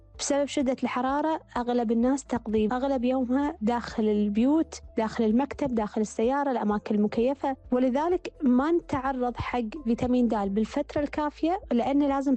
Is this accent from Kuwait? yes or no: yes; Kuwait; مثل ما احنا عندنا بالكويت